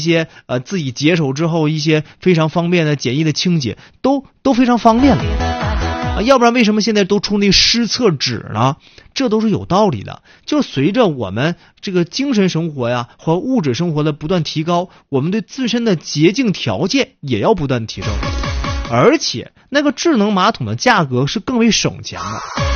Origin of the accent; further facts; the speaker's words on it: Northeast China, China; 比如说这个我们东北人啊